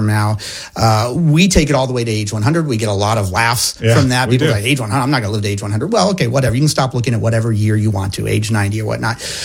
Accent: Maine, United States; born there; But I was born in Maine.

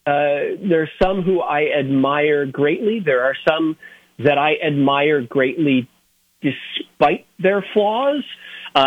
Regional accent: United States; power as an American

